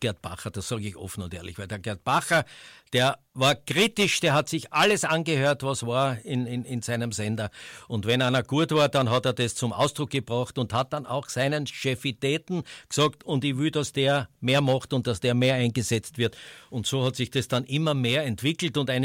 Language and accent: German; Graz, Styria, Austria; Als erstes habe ich ja Fußball gemacht als Grazer.